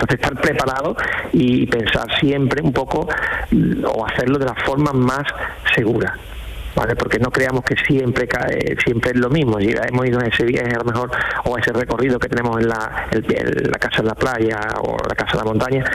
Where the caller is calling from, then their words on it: Dos Hermanas, Andalusia, Spain; A ver, de Dos Hermanas, Sevilla.